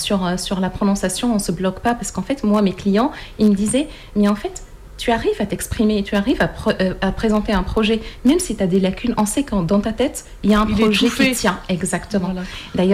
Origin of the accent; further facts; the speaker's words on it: Tunisia; French is a second language; moved away as an adult; now in France; j'ai commencé mes études en Tunisie.